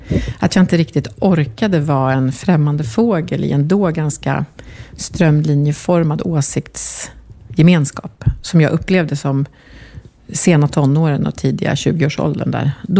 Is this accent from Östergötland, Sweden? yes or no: no; Strängnäs, Södermanland, Sweden; här i Strängnäs är ju att här känner ju alla mig sen jag var liten. Nej, inte alla, men jag är ju uppvuxen här. Det här är ju liksom min hembygd.